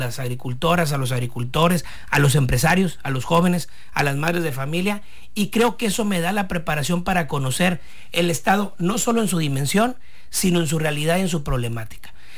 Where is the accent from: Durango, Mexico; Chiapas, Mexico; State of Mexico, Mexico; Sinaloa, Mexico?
Sinaloa, Mexico; Culiacán; Me crié aquí muy cerquita en el Infonavit CTM